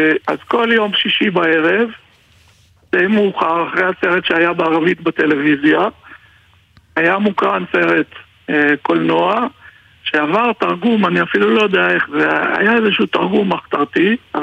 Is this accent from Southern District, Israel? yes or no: yes; Beersheba, Southern District, Israel; born there